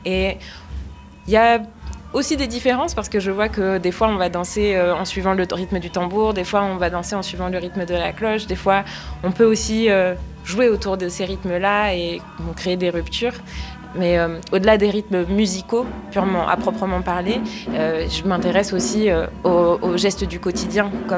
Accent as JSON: {"language": "French", "country": "Martinique", "said": "traditionnelle de chez nous en Martinique"}